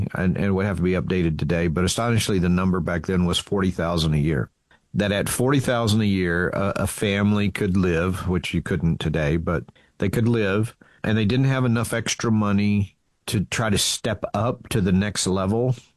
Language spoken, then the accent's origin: English; the South, United States; because growing up in the South, around here, it's hard to get a good biscuit.